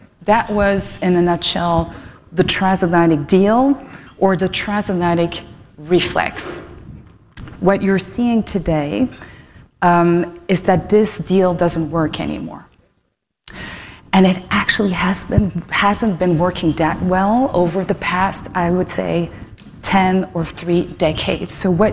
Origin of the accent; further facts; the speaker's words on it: New York, United States; And yet I grew up in New York, so it's a kind of weird, weird kind of mix